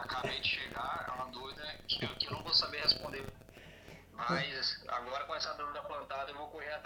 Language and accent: Portuguese; Natal, Rio Grande do Norte, Brazil; moved away; Eu sou de Natal, Rio Grande do Norte.